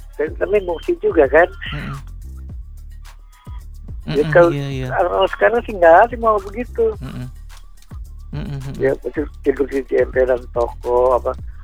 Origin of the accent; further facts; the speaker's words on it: Singapore; born there; Saya lahir di Singapura.